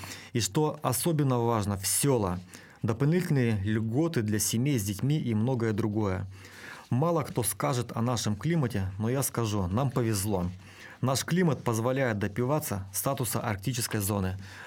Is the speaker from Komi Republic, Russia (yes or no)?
yes; Syktyvkar, Komi Republic, Russia; Я родился здесь, вырос здесь, в Сыктывкаре.